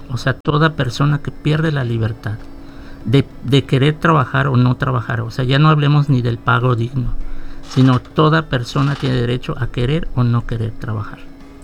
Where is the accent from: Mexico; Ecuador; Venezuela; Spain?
Mexico